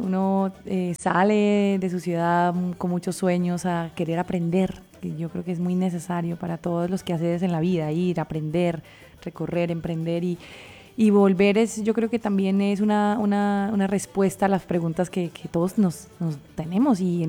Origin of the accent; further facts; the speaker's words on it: Santander, Colombia; moved away; Aquí como buena santandereana, les traigo noticias bonitas